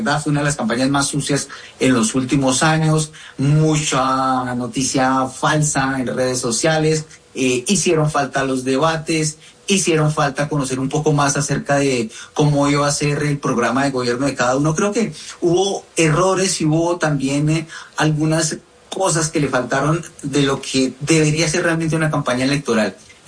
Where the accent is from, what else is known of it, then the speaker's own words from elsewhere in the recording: Colombia; la percepción que tiene uno como colombiano